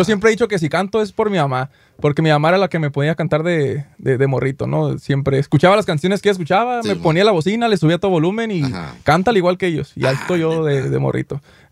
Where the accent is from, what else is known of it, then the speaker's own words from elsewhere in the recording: Bellflower, California, United States; born there; Yo nací aquí en Bellflower.